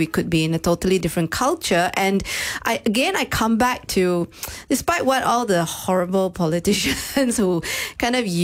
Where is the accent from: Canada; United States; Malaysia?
Malaysia